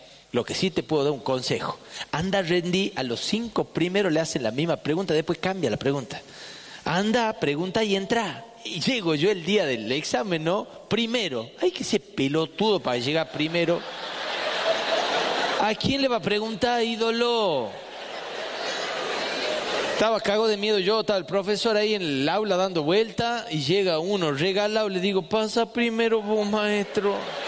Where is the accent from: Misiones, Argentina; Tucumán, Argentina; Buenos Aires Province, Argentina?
Tucumán, Argentina; Famaillá; la municipalidad de Famayá, en mi pueblo natal